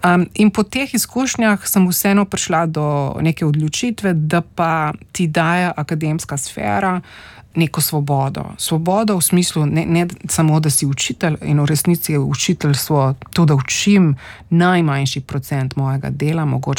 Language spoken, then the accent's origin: Slovenian; Postojna, Littoral–Inner Carniola, Slovenia; Jaz sem odraščala v Postojni, se pravi pri, oziroma bom rekla splošno na Primorske